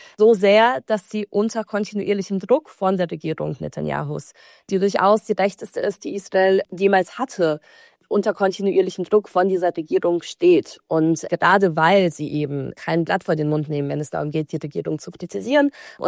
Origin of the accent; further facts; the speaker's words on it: Belarus; muss ich auch sagen, ich komme aus Belarus. Ich bin lange Zeit mit russischen Medien aufgewachsen